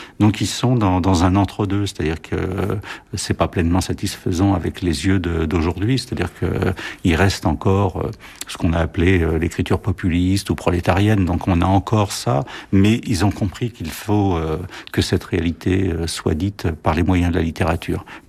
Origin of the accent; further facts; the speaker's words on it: Saint-Denis, Île-de-France, France; Et donc là, j'ai trouvé un travail à Saint-Denis, donc dans ma ville natale